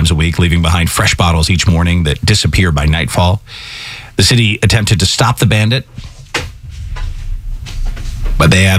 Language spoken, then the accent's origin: English; Ireland; moved away; growing up in Ireland